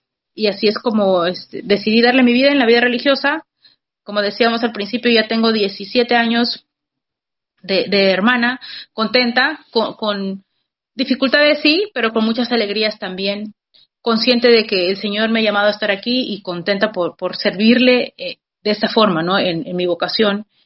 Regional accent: Jalisco, Mexico; Yo nací, como la hermana compartió ya, nací en México, crecí en México. Entonces, sí, yo creo en un contexto bastante católico, en un pueblo en Jalisco. Entonces yo iba a misa todos los domingos, iba al catecismo.

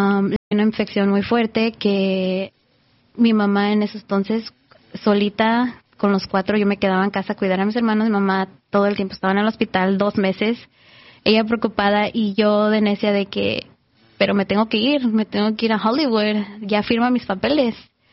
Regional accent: Mexico; creo que yo la hice de chiquita en México.

